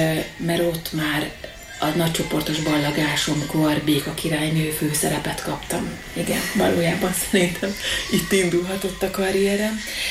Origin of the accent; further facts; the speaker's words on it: Eger, Heves, Hungary; born there; also born or lived in Recsk / Debrecen; Idegerben a 2. gyakorló iskolában énekzenetagozatra iratott be anyukám